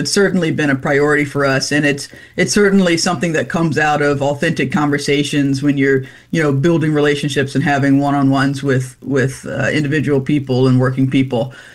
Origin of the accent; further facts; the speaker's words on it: the South, United States; as a Southerner